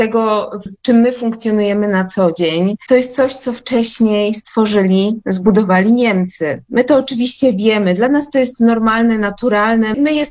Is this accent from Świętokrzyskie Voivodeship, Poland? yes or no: no; Nowa Sól, Lubusz Voivodeship, Poland; now in Zielona Góra, Poland; Ja oczywiście mieszkam w Zielonej Górze, pochodzę z Nowej Soli, w województwie lubuskim. To są tak zwane ziemie odzyskane, czyli tereny, które zaraz po II wojnie światowej zostały odebrane Niemcom i przekazane Polsce.